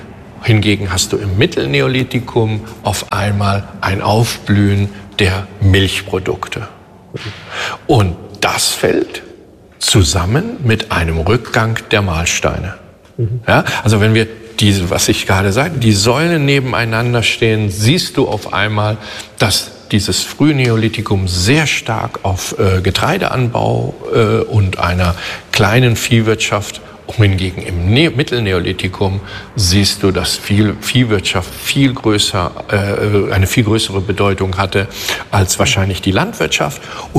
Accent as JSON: {"language": "German", "region": "Catalonia", "country": "Spain", "tie": "born or raised there", "said": "Ich war ja an der deutschen Schule, ich bin ja in Katalonien aufgewachsen, aber dann deutsche Schule Madrid habe ich das deutsche Abitur machen können."}